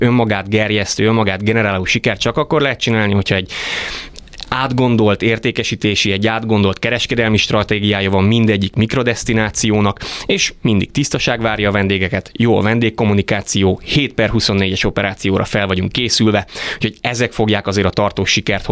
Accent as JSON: {"language": "Hungarian", "region": "Székely Land", "country": "Romania", "tie": "born or raised there", "moved": "as an adult", "lives_now": "Budapest, Hungary", "said": "egy klasszikus 21. századi történet az enyém is. Székelyföldi bölcső, Székelyföldön születtem, majd az egyetemet már Budapesten végeztem, a Corvinus Egyetemet, budapesti szerelem, budapesti feleség, budapesti legjobb barátok"}